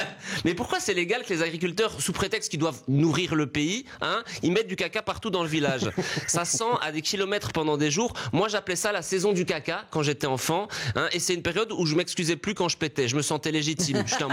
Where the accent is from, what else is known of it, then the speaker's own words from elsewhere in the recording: Wallonia, Belgium; Près de la campagne namuroise, ah ouais. Oui, Pion. Et j'avais vraiment 45 minutes de marche dans les bois pour aller à l'arrêt de bus.